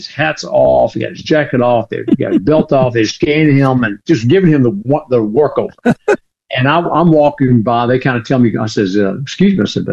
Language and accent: English; Leland, Mississippi, United States; He goes, where are you from? I said, is that noticeable? I said, not far from your hometown. He goes, where? I said, Leland.